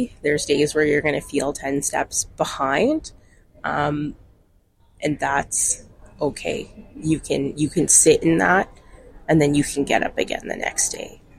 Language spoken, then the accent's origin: English; Canada; I'm a Canadian slam champion.